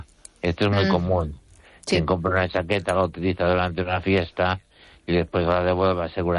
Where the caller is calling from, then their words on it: Ourense, Galicia, Spain; desde Orense.